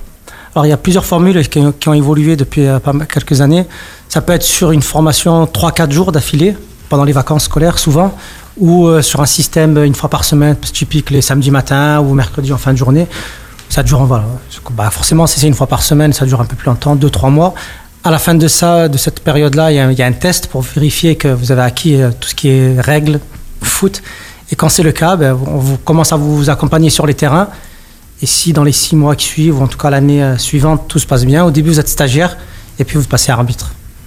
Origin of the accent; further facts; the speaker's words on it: Toulon, Provence-Alpes-Côte d'Azur, France; je suis de Toulon, j'ai 41 ans depuis une dizaine de jours.